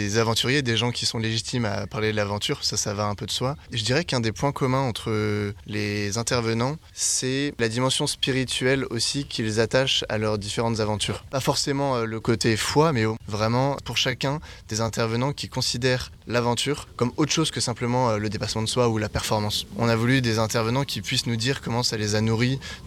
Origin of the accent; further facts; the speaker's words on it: Hauts-de-France, France; Oui, moi je suis de l'Oise en effet.